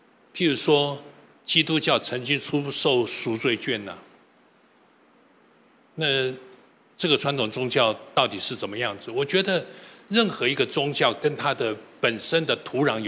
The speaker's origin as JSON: {"language": "Chinese", "country": "Taiwan", "said": "因为我们台湾人有个习惯"}